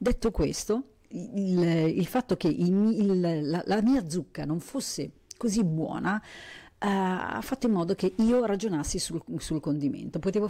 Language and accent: Italian; Crema, Lombardy, Italy; i tortelli cremaschi, che sono i tortelli tipici della mia terra.